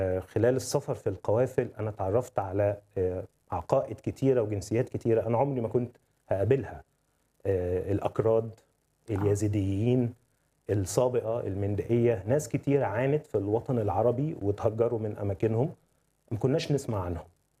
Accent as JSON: {"language": "Arabic", "country": "Egypt", "accent": "Egyptian", "said": "خصوصا انه احنا لهجتنا وثقافتنا مفهومة في كل اللي حوالينا"}